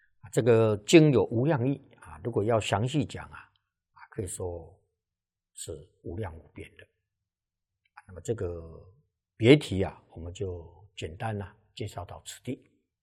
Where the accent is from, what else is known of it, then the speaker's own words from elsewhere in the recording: China; 经是我们中国人称的。